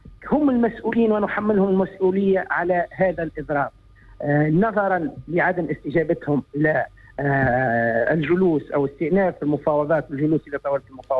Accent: Gafsa, Gafsa Governorate, Tunisia; born there; إذاعة قفصة مسقط رأسي وبلد النضال وأبناء الخدامة

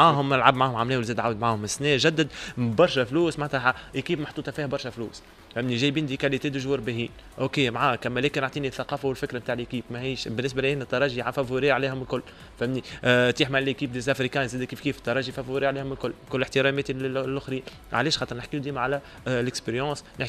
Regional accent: Tunisia; عندنا في تونس

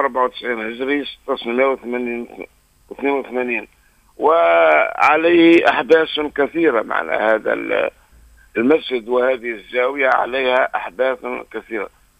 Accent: Kairouan, Kairouan Governorate, Tunisia

